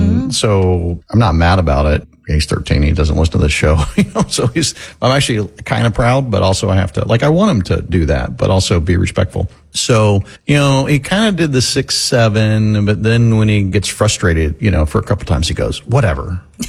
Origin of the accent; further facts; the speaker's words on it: Florida, United States; And so we were aware growing up in Florida that school teachers in Florida didn't get paid as much